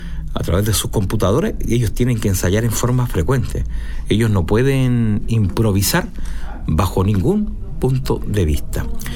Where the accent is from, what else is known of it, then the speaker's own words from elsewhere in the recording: Chile; yo soy chileno, soy nacionalista